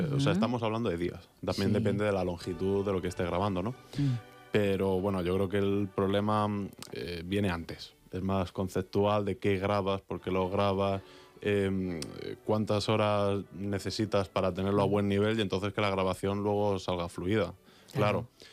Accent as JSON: {"language": "Spanish", "town": "Orihuela", "region": "Valencian Community", "country": "Spain", "said": "Yo es que soy de Orihuela."}